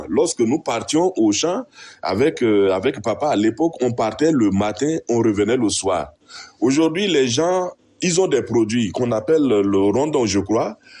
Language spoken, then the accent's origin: French; Doba, Logone Oriental, Chad; now in N'Djamena, Chad; si je veux aller chez moi à Doba